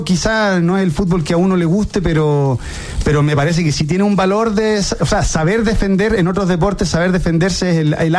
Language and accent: Spanish; Chile; Pero nuestra identidad como fútbol chileno es más de juego que de defender.